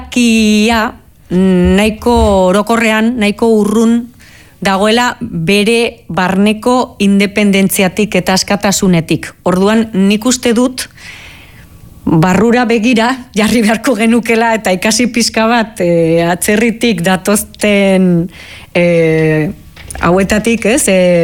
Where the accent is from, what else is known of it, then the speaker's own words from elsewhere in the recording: Navarre, Spain; Basque is a second language; Eta pues, Nafarroan pues, hori, ba, ni bezala, oza, ni euskaldun berria naiz.